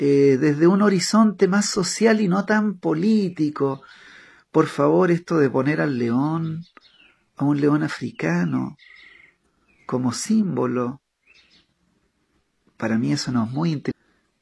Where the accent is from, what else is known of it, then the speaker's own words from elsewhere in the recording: Chile; moved away as an adult; now in Paraguay; yo soy chileno, pero no me digan chileno a secas, porque yo llevo 14 años viviendo en Paraguay